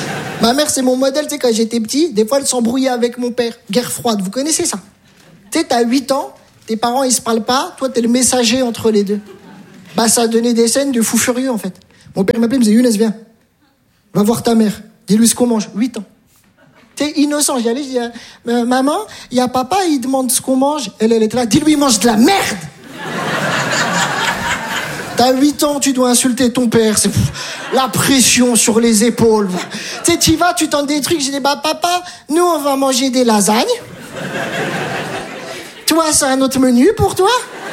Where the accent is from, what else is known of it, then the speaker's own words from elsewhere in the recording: Metz, Grand Est, France; Je viens de Metz, j'ai tout abandonné.